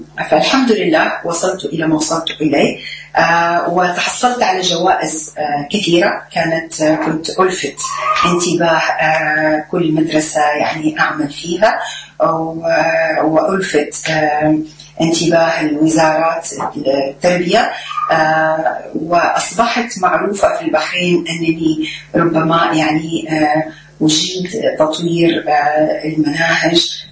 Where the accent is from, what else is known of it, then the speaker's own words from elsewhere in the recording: Zarzis, Medenine, Tunisia; moved away as an adult; also born or lived in La Marsa, Tunisia; now in Bahrain; تونس، من جرجيس، مواليد حومة القرعة. أيضا تعلمت، ولدت وتعلمت ونشأت في تونس وفي جرجيس بالتحديد، ثم نجحت في دورة المعلمات، انتقلت إلى التعليم بدار المعلمات بالمرسى